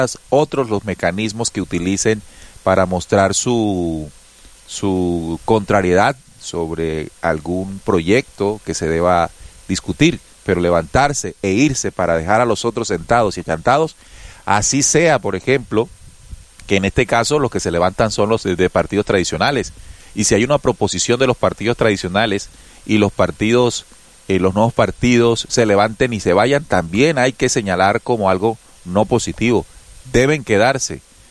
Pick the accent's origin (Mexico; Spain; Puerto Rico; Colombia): Colombia; Yo pienso como colombiano que ellos no deberían hacer esto.